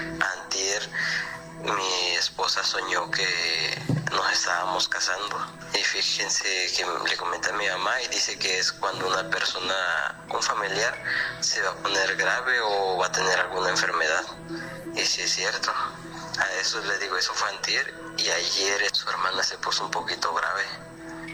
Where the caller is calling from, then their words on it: Tecuanapa, Guerrero, Mexico; de Tecuanapa, Guerrero.